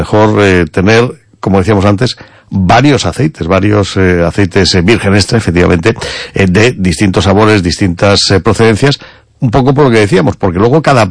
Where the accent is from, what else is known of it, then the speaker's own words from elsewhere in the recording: Castilla-La Mancha, Spain; soy muy de Cornicabra, pero por mi origen, ¿no? Por mi origen castellano-manchego